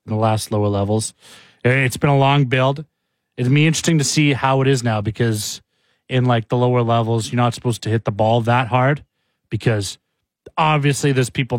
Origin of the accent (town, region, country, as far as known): Canada